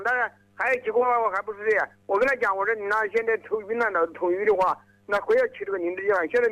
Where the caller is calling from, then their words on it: Tianmen, Hubei, China; 我是田门市蒋湖农场博台村四周。